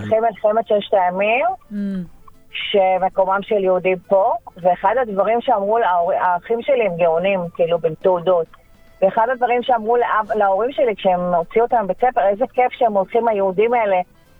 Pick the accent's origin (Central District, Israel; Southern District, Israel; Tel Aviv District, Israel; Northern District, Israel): Tel Aviv District, Israel; Ramat Gan; born there; Hebrew is a second language; also born or lived in France; אני גדלתי בשכונה יחסית טובה ברמת גן